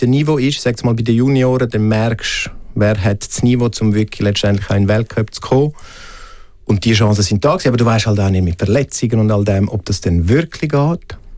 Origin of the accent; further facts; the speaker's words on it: Graubünden, Switzerland; moved away; als ich dann weg bin aus dem Engadin und dann auf Zürich bin, dort sind eher die heftigeren Abstürze dann gekommen.